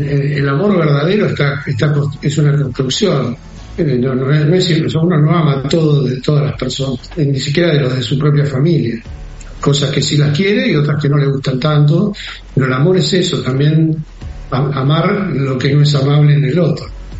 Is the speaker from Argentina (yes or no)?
yes; Argentina; somos argentinos, tal, eso bueno. está muy bueno, es algo que así somos, ¿no? Es nuestro temperamento.